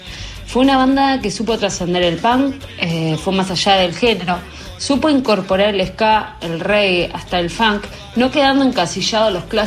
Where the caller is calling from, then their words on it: Montevideo, Uruguay; de Montevideo